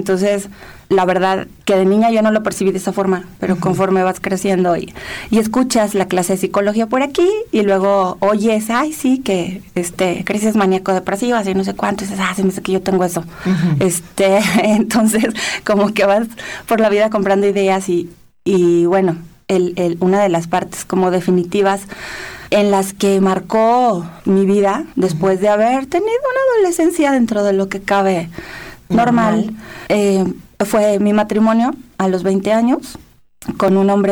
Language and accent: Spanish; Guadalajara, Jalisco, Mexico; Sí, bueno, yo soy de Guadalajara.